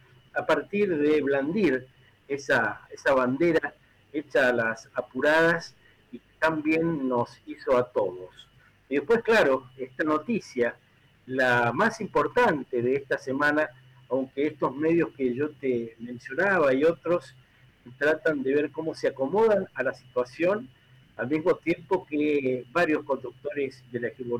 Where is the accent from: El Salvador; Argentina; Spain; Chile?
Argentina; Somos millones los argentinos y argentinas